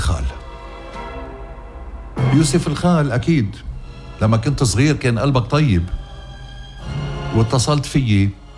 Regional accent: Ghazir, Keserwan-Jbeil, Lebanon; born there; بوقتها بمسقط رأسي غزير الحلوة

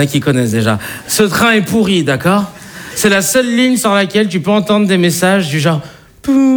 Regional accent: Paris, Île-de-France, France; also born or lived in Arcueil; j'ai grandi à Paris dans le 19e, et ensuite j'ai déménagé dans une ville qui s'appelle Arcueil, au sud de Paris.

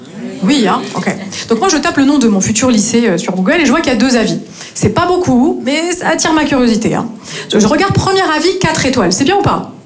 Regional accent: Grand Est, France; now in Marseille, France

